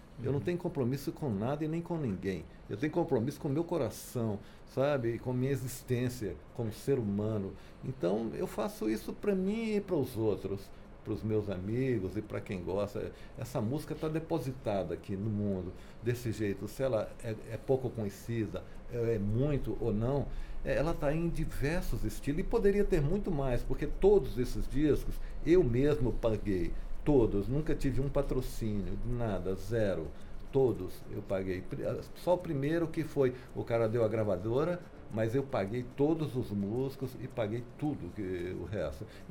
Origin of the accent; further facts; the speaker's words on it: Brazil; o fato de ser brasileiro, mas trazer um pouco essa herança da Europa